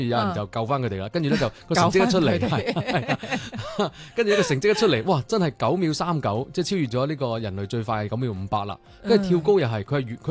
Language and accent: Cantonese; Guangdong, China; 我当时就话我作为一个广东人，好中意呢个数字